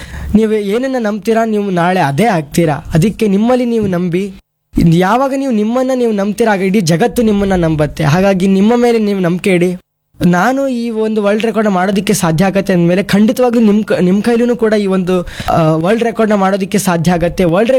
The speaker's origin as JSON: {"language": "Kannada", "town": "Hanumanalu", "region": "Karnataka", "country": "India", "tie": "born or raised there", "said": "ನಮ್ಮ ಊರು ಇಲ್ಲೇ, ಇಲ್ಲಿಂದ 1/2 ಗಂಟೆ, ಇಲ್ಲಿಂದ 25 ಕಿಲೋಮೀಟರ್ ಇದೆ, ಬನ್ನೂರ್ ಅಂತ. ಬನ್ನೂರ್ ಹತ್ರ ಹನುಮನಾಳು ನಮ್ಮೂರು."}